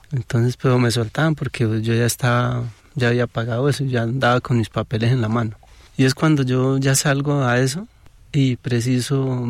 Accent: Amazonas, Colombia; moved away; él conoce mi pueblo, él conoce mi corregimiento, él estuvo en Puerto Arica.

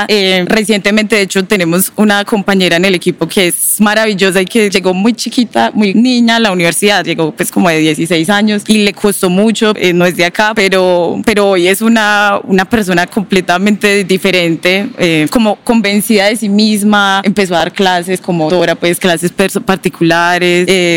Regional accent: Medellín, Antioquia, Colombia; yo sí soy de Medellín

